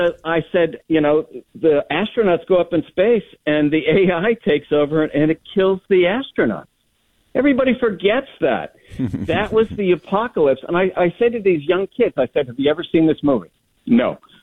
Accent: Fairfield, Connecticut, United States; now in Cape Cod, United States; So that guy that called me, I grew up in Fairfield down on the Golden Coast there, and it changed radically in the time I was there. I had to get the hell out. Came to Massachusetts. It was better on Cape Cod.

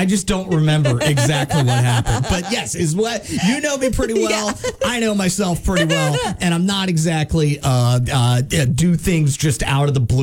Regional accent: Pennsylvania, United States; moved away; they call my home state Pennsylvania, Pennsyltucky sometimes

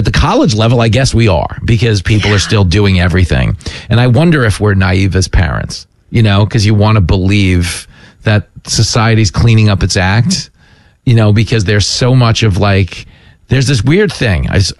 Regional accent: Levittown, United States; born or raised there

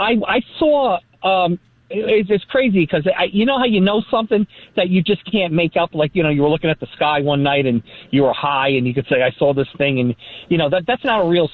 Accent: Carlstadt, New Jersey, United States; now in Garfield, United States; Right now I'm in Garfield, but I'm from Carlstadt.

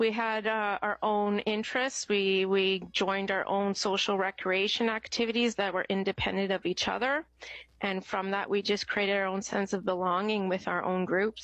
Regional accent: Canada; now in Winnipeg, Canada; I'm a first-generation Canadian

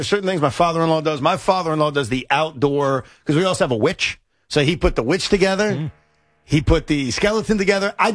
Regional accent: New York City, New York, United States; As a New Yorker

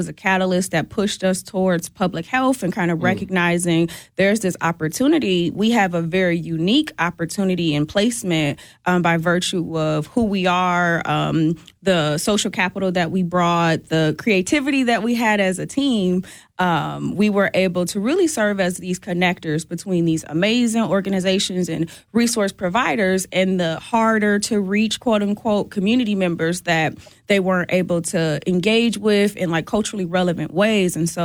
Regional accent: Milwaukee, Wisconsin, United States; We are all born and raised in Milwaukee, so that pride is a little different when you understand the nuances at a cultural level.

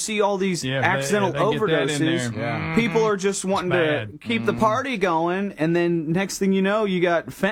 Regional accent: San Antonio, Texas, United States; also born or lived in Iowa; I was raised in San Antonio, Texas.

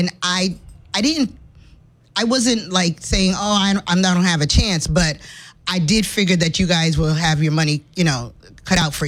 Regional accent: British Virgin Islands; So originally, I am from the British Virgin Islands.

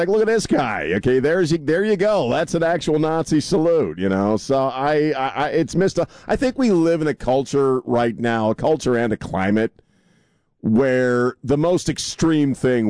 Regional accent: Maryland, United States; My home state of Maryland has been lost forever.

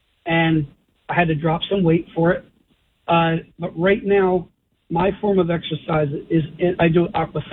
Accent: New Jersey, United States; now in Pennsylvania, United States; I was from Jersey originally

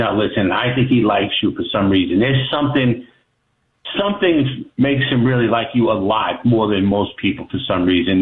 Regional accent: Northeast, United States; Well, we come from the Northeast, and the summertime is not comfortable.

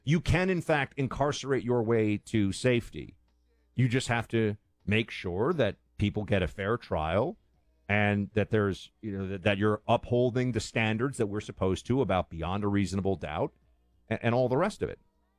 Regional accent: New York City, New York, United States; This is a Democrat who could very well win a congressional seat in New York City, my hometown

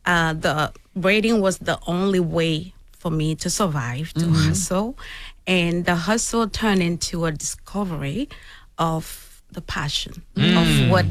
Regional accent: Cameroon; Originally from Cameroon, Central Africa.

